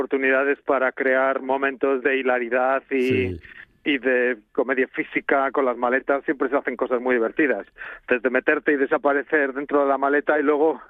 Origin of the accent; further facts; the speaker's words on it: Basque Country, Spain; porque como soy del País Vasco, pues me gusta comer bien y me gusta cocinar.